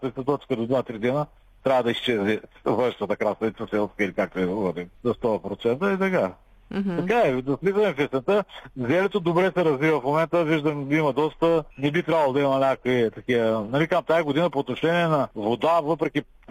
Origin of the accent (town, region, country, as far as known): Northeast Bulgaria, Bulgaria